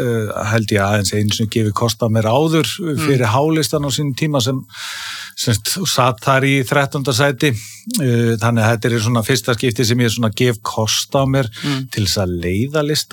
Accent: Sandgerði, Southern Peninsula, Iceland; born or raised there

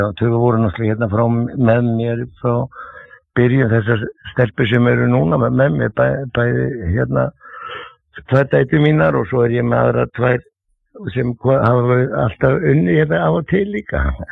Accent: Reykjavík, Capital Region, Iceland; Já, ég er fæddur og uppalinn í Klefsholtinu og ef einhver hefur verið Þróttari þá var það við Klefsarinn, sko.

